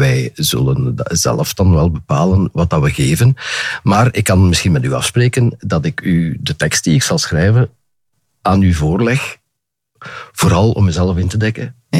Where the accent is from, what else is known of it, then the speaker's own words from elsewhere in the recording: Flanders, Belgium; ik als Limburger